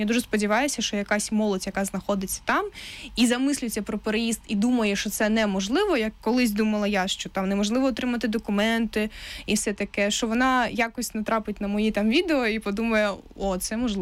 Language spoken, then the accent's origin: Ukrainian; Bakhchysarai, Crimea, Ukraine; moved away as an adult; now in Kyiv, Ukraine; якщо все життя я жила в Криму